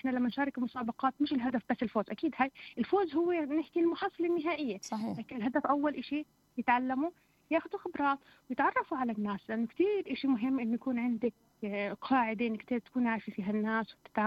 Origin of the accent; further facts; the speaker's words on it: Palestine; إحنا كفلسطينيين شعب بنحب الحياة